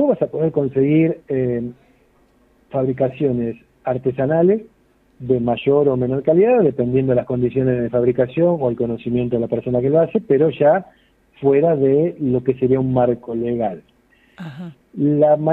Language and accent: Spanish; Luján, Buenos Aires Province, Argentina; Soy de Luján, Buenos Aires. Venimos actualmente de Pringles